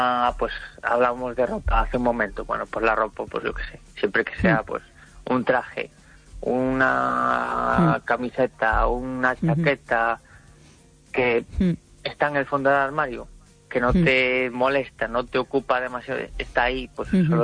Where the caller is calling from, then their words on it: Ferrol, Galicia, Spain; Hola, buenas noches, Esther. … de Ferrol.